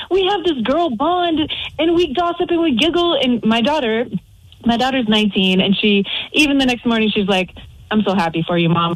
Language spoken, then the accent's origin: English; United States; So I don't have many friends here. I'm obviously from the States.